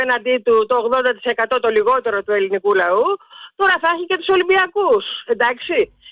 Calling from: Central Greece, Greece; από Εύβοια

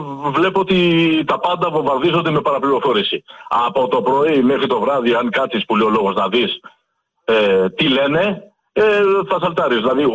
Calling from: Varkiza, Attica, Greece; είμαι από Βάρκιζα.

